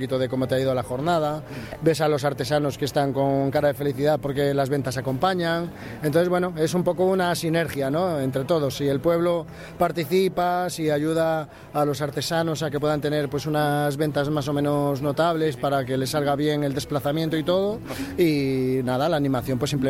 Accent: Vigo, Galicia, Spain; Yo, en este caso, soy, como digo, del Caribe gallego, de las Rías Baixas de Vigo.

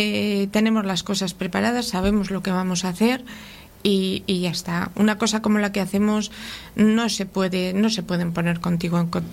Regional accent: Laredo, Cantabria, Spain

